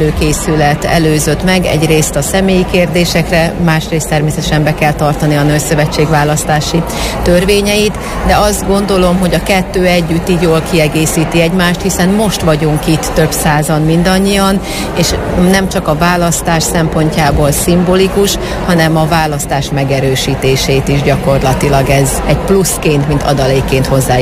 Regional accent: Tiszántúl, Hungary; hiszen magam is tiszántúli vagyok, és a Békési Egyház megyéből érkezem

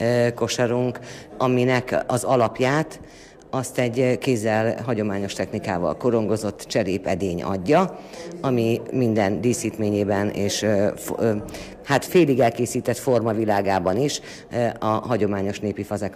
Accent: Kisújszállás, Jász-Nagykun-Szolnok, Hungary; Onnan jövünk, Kisújszállásról jövünk, ott élünk mind a ketten.

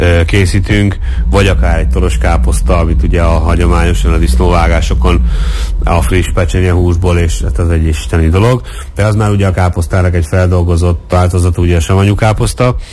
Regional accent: Hungary; mivel magyarok vagyunk

